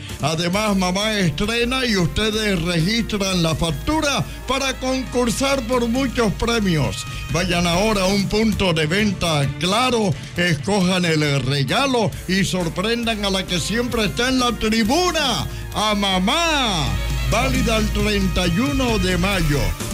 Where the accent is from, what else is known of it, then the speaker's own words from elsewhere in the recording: Barranquilla, Atlántico, Colombia; Yo soy barranquillero